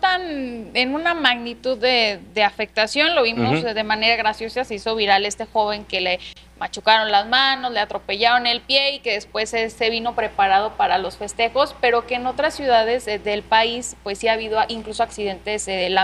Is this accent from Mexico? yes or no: yes; Mexico; así somos los mexicanos.